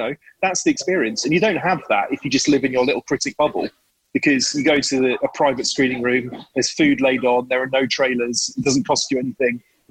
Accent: Suffolk, East of England, United Kingdom; I grew up in Suffolk.

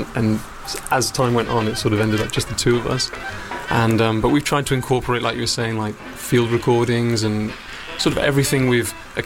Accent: Brighton, South East England, United Kingdom; born there; also born or lived in Manchester; now in northern Italy; I was born and raised in Brighton, although I lived for quite a few years in Manchester.

